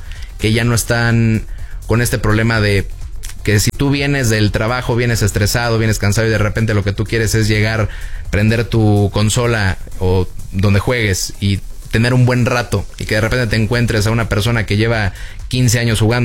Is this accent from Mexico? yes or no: yes; Mexico; con nosotros como mexicanos.